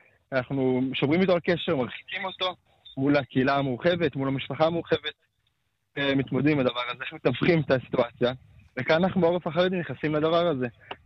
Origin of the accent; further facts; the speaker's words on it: Jerusalem, Jerusalem District, Israel; אני מגיע מרקע חרדי קלאסי. תלמוד תורה בירושלים, ישיבה